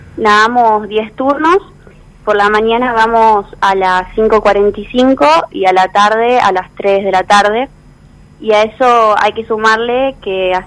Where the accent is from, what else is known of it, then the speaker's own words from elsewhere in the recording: Sunchales, Santa Fe, Argentina; moved away as an adult; now in Santa Fe, Argentina; Yo soy de Sunchales, competía, bueno, para Unión de Sunchales, y después, cuando terminé la secundaria, por motivos de estudio, ahora actualmente estoy en el segundo año de la licenciatura en nutrición, me vine a vivir a Santa Fe